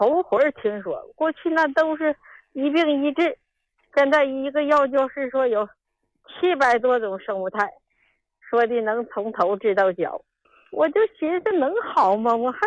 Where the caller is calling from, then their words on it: Shenyang, Liaoning, China; 哎呀，今年我都80了，我是个老太太